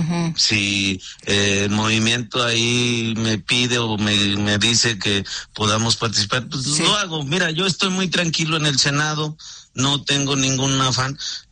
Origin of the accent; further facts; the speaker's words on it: Fresnillo, Zacatecas, Mexico; moved away; yo vine aquí a mi tierra, a Fresnillo